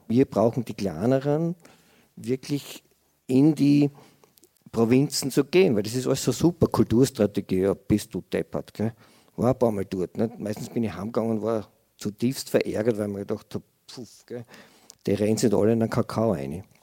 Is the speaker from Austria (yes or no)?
yes; Fürstenfeld, Styria, Austria; Ich komme aus einem Arbeiterviertel, aus Fürstfeld, bin mit denen alle aufgewachsen, und da hast du dich dann als Kind so geschampt